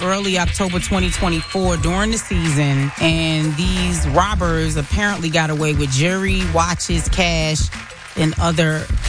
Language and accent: English; New York, United States; I'm from New York, but oddly enough, I'm not a Knicks fan.